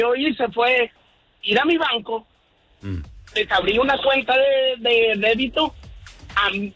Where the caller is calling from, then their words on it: Chicago, Illinois, United States; Soy troquero aquí de Chicago.